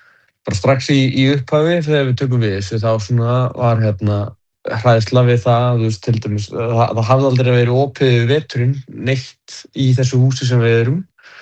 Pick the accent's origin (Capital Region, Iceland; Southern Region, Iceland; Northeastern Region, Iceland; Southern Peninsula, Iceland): Northeastern Region, Iceland; Akureyri; Ég held og núna þú veist, ég er frá Akureyri og ég sem barn, ég bjórendar ekki í hverfinu